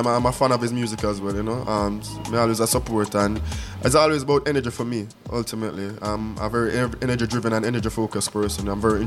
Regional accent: Jamaica; I'm a Jamaican artist, I'm a Caribbean artist first

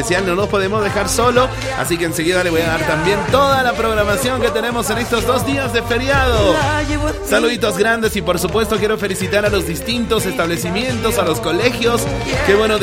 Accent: Bolivia; me gusta ser de Bolivia, me gusta decir a todo el mundo que soy boliviano.

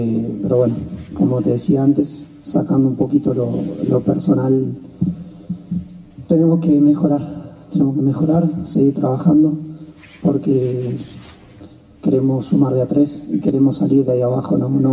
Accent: Argentina; now in Bolivia; Nada, yo soy argentino, vine este año acá, mi primera experiencia en el fútbol boliviano.

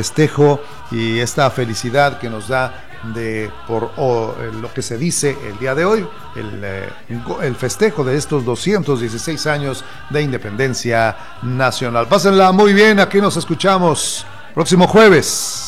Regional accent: Mexico; Somos mexicanos

